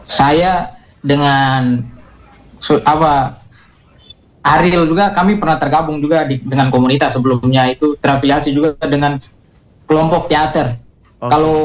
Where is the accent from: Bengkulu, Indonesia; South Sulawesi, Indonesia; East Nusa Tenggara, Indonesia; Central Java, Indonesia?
East Nusa Tenggara, Indonesia; Lembata; saya asli dari Lembata, sekarang sebenarnya sedang berkuliah di Jogja.